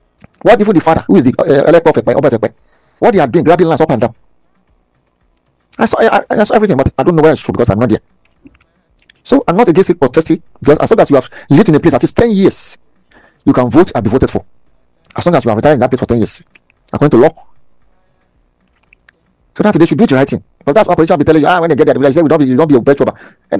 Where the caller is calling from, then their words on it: Lagos, Nigeria; I'm from Lagos.